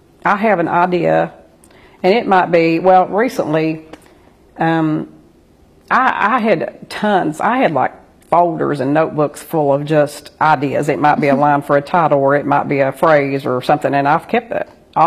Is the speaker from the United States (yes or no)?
yes; Appalachia, United States; growing up in Appalachia, or, you know, being in the country